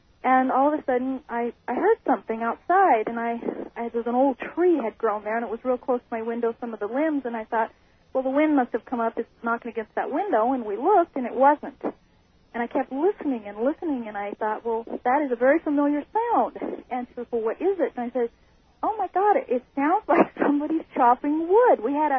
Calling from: Kelso, Montana, United States; Hi, I'm calling from Kelso, Montana.

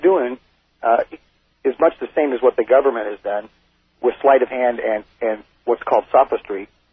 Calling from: Santee, California, United States; from Santee.

